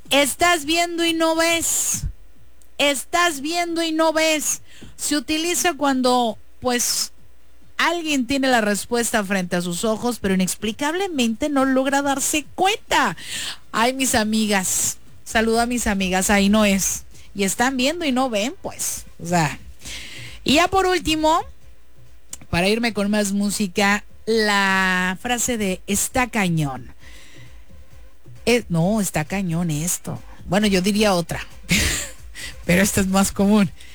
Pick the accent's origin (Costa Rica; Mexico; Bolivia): Mexico